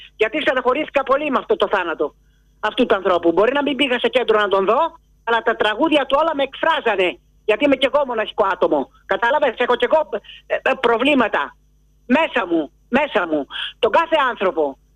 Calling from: Lefkada, Ionian Islands, Greece; accent: Lefkadian; Θα το πω τη Λευκαδίτικα, επειδή είμαι από τη Λευκάδα.

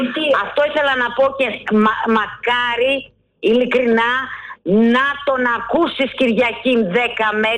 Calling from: Artemida, Attica, Greece; είμαι από Αρτέμιδα.

